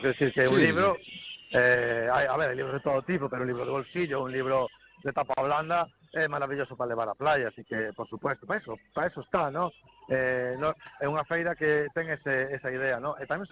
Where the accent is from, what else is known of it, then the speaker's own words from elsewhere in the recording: Bañobre, Galicia, Spain; Non concello, sino mini concello, se o digo polo meu pueblo, non, Bañobre, que decir, non somos nin concello, temos unha verbena, non?